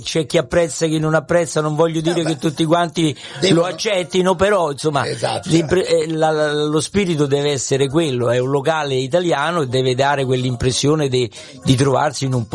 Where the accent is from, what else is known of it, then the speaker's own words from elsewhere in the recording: Rome, Lazio, Italy; moved away; io vengo da Roma, sono nato a Roma, Roma, io sono nato a Viale Angelico, perché Viale Angelico è il viale che unisce, diciamo, San Pietro e il Foro Italico